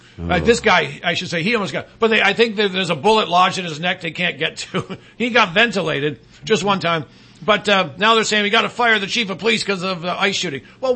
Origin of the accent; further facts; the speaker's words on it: Detroit, Michigan, United States; back in my hometown of Detroit